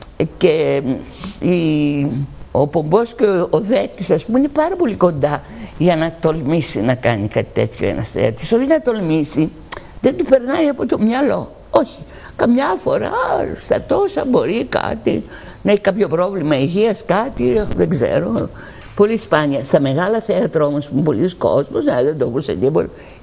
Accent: Greece; είμαι πολύ περήφανη που είμαι Ελληνίδα και εδώ που ζω έχει γεννηθεί το θέατρο.

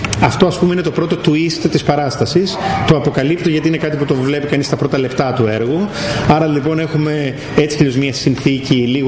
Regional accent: Chios, North Aegean, Greece; moved away; να φέρνω παραστάσεις μου στο νησί μου

